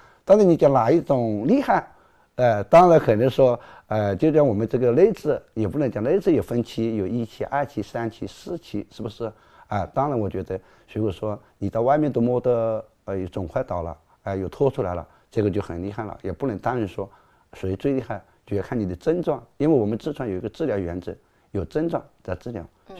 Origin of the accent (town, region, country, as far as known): Hunan, China